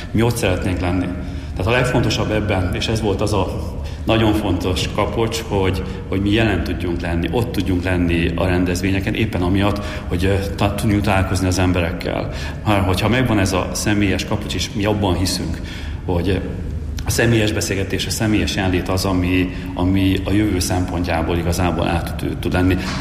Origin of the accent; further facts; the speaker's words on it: Miskolc, Borsod-Abaúj-Zemplén, Hungary; mi nagyon büszkék vagyunk arra, hogy miskolciként ezt tesszük